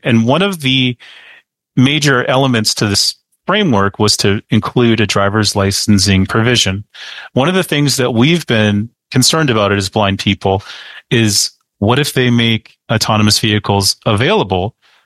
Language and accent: English; Grafton, North Dakota, United States; I grew up in a really rural part of the world. I grew up in Grafton, North Dakota, which is in the upper northeast corner of North Dakota.